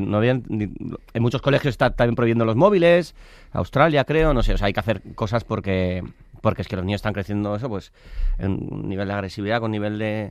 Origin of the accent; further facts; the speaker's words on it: Basque Country, Spain; y yo soy muy friolero. Soy vasco, sí